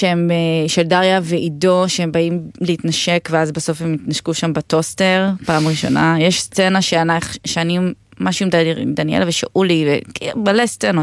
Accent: Petah Tikva, Central District, Israel; born there; also born or lived in Yehud; ועברנו לגור מפתח תקווה ליהוד בתיכון.

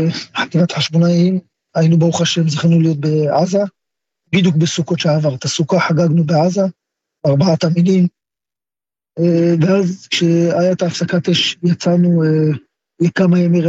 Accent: Bnei Brak, Tel Aviv District, Israel; born there; moved away as an adult; now in Safed, Israel; אני למדתי גם בסתמר, אני גדלתי בבית, גם אחרי שהתגייסתי, אמרו לי, אל תבוא לבית עם מדים, אל תבוא לבני ברק עם מדים

